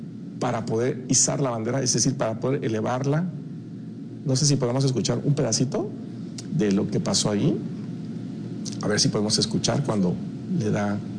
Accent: Mexico; como periodista, como ciudadano mexicano

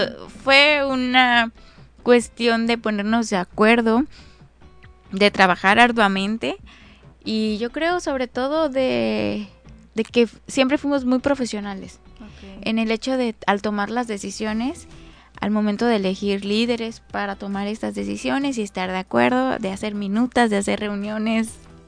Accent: Acapulco, Guerrero, Mexico; me daba mucho orgullo mencionar que soy de Guerrero, que soy acapulqueña.

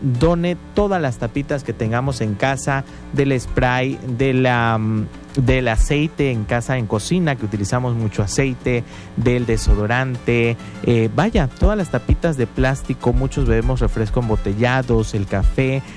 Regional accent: Mexico; lo orgulloso que somos de ser mexicano.

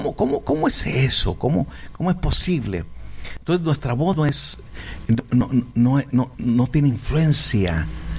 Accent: Ciudad Juárez, Chihuahua, Mexico; yo soy de Ciudad Juárez, Chihuahua, nacido en Chihuahua

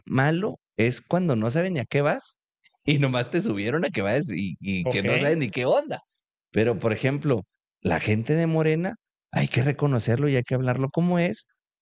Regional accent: Chihuahua, Mexico; primero somos humanos Segunda, somos chihuahuenses.

